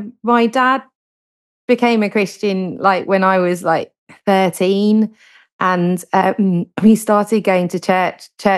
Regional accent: Sussex, South East England, United Kingdom; moved away as an adult; now in Liverpool, United Kingdom; I don't have a Scouse accent. I grew up in Sussex with my family there, and I had a really lovely childhood.

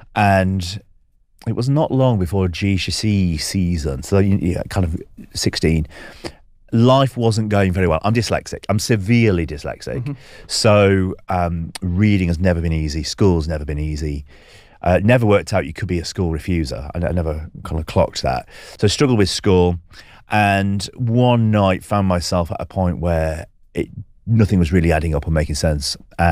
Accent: Yorkshire and the Humber, United Kingdom; I grew up in West Yorkshire in a mining town. Really spent a lot of time with my grandparents on the local council estate.

